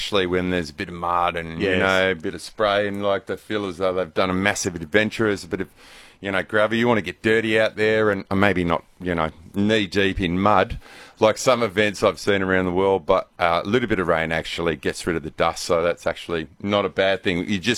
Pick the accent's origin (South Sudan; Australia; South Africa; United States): Australia; Armadale, Western Australia; born there; now in Queensland, Australia; I was born in Armidale in West Australia, and I live in Queensland currently. But it's always any excuse to get back home.